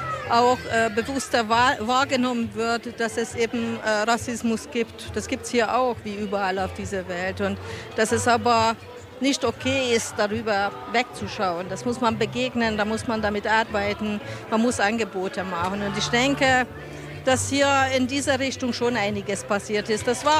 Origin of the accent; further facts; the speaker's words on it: Hungary; moved away as an adult; now in Germany; Ich bin eine Ungarin, kam 1991 der Liebe wegen nach Deutschland und lebe auch seitdem hier in Chemnitz.